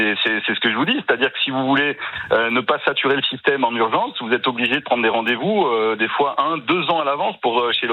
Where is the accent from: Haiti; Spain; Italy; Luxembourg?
Luxembourg; moved away as an adult; also born or lived in Canada; now in Aveyron, France; moi, je suis né, j'ai grandi au Luxembourg, et puis je suis parti 4 ans au Canada, et puis je suis revenu en France.